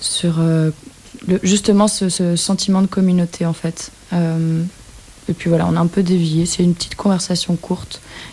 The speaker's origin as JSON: {"language": "French", "town": "Brussels", "region": "Brussels-Capital Region", "country": "Belgium", "said": "Je suis belge bruxelloise et on communique en anglais."}